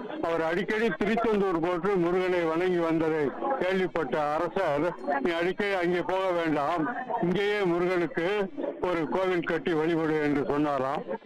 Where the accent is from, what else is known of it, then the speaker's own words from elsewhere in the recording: Thiruparankundram, Tamil Nadu, India; திருப்பரங்குன்றத்துல இருந்து வரேன்.